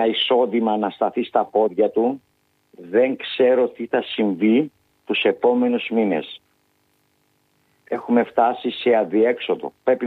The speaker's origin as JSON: {"language": "Greek", "area": "Lesbos", "region": "North Aegean", "country": "Greece", "said": "έχουμε βιώσει 2 μήνες τώρα πράγματα και θάματα εδώ στο νησί μου."}